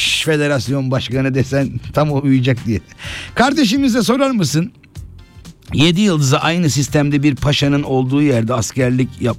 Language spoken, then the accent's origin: Turkish; İzmit, Kocaeli, Turkey; Ben o dönemlerde o Seka'nın yetiştirdiği biri olarak söyleyeyim doğma büyüme.